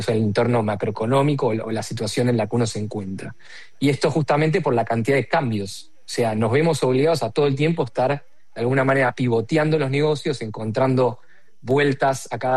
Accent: Argentina; yo soy argentino.

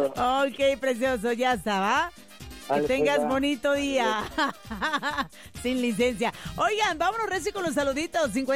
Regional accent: Mexico; Ven, ¿cómo somos los mexicanos?

